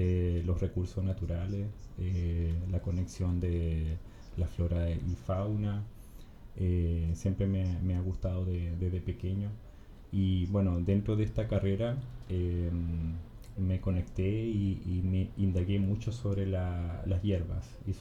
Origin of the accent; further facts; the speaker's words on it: Melinka, Aysén, Chile; also born or lived in Chiloé / Concepción; yo crecí acá en Melinca, soy parte de estas tierras. Salí de la básica de aquí de la escuela, que antes era F1016, y estudié en la media en Chiloé